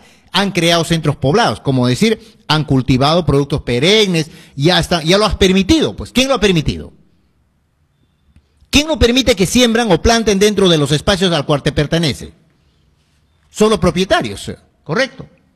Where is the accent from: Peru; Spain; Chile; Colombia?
Peru; somos peruanos todos asentados en el territorio peruano